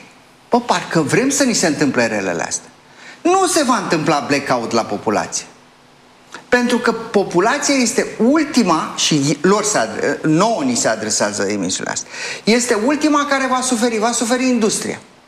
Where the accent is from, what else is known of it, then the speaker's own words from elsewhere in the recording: Gorj County, Romania; Eu sunt din Gorj.